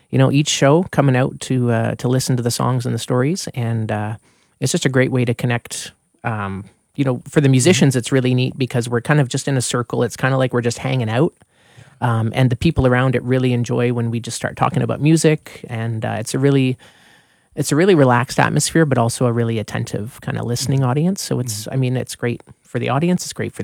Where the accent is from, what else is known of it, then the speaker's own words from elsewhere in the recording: Leamington, Ontario, Canada; growing up in Leamington, we're no strangers to monarchs.